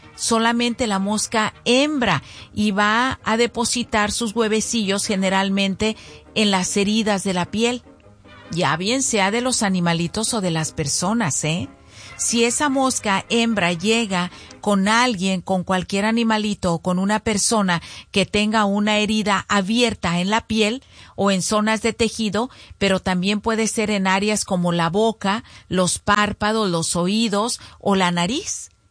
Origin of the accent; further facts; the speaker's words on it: Zacualco de Torres, Jalisco, Mexico; como que ando en los bailables allá en el kiosco de allá de mi pueblo, de Zacualco de Torres.